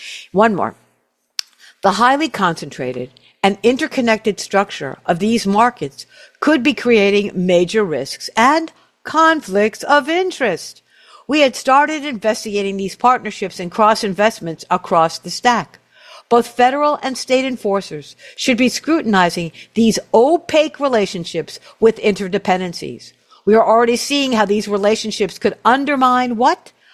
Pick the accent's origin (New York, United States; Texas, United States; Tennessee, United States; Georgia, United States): New York, United States; Brooklyn; born there; I was born in Bay Ridge. And and where I was born in Bay Ridge, and I'm an old lady, so where I was born in Bay Ridge, there were more Norwegians than in Oslo, Norway.